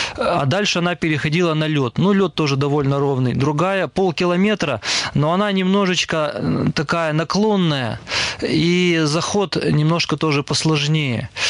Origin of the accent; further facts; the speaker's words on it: Perm, Perm Krai, Russia; и я один из Перми